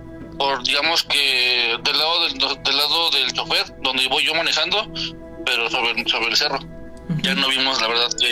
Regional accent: Saltillo, Coahuila, Mexico; yo vengo de yo soy de Saltillo, Coahuila. Yo viví mucho tiempo allá en Coahuila.

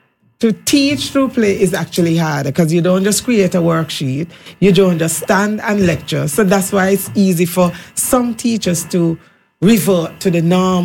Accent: Montserrat; I'm from Montserrat, I like small groups.

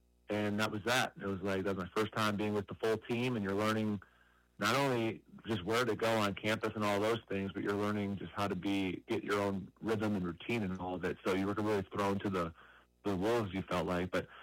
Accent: Minnesota, United States; moved away as an adult; growing up in Minnesota, you didn't really have an option. You played hockey in the winter

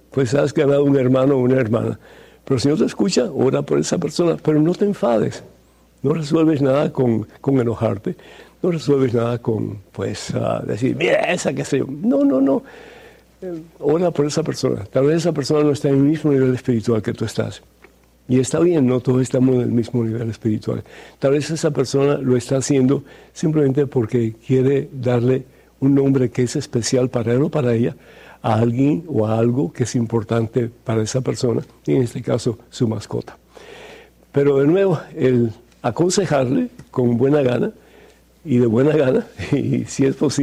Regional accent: Cuba; Yo soy de Cuba originalmente.

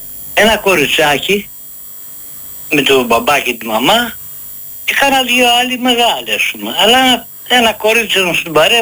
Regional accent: Karditsa, Thessaly, Greece; Στον Οροπό έφυγα, πήγα στην Καρδίτσα, στο χωριό μου, στην Λίμνη Πλαστήρα.

